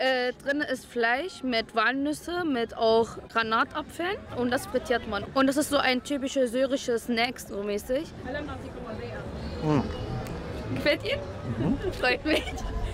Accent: Berlin, Germany; also born or lived in Syria; Ich bin in Syrien geboren, aber ich war dort als Kind. Und ich bin halt hier aufgewachsen.

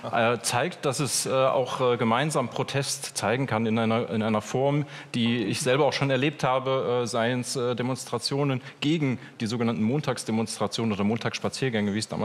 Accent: Erfurt, Thuringia, Germany; als Erfurterinnen und Erfurter, als Thüringer

